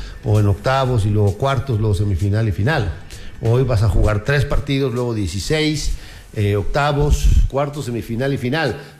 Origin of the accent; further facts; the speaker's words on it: Cuernavaca, Morelos, Mexico; Yo soy del pueblo de Chapultepec